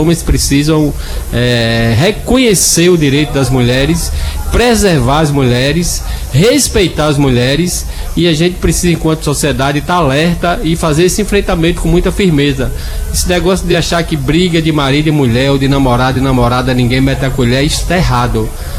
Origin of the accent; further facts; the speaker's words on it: Irecê, Bahia, Brazil; sou do interior de Irecê.